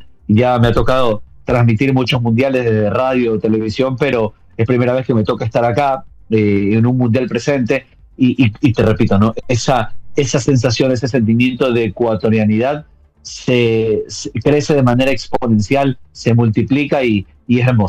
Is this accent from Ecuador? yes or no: yes; Ecuador